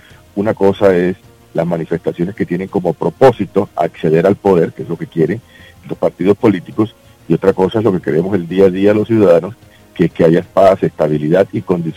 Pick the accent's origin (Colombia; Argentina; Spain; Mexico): Colombia